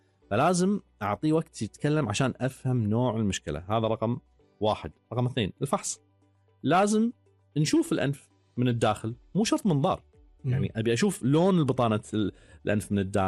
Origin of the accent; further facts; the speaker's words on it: Kuwait; عندنا بالكويت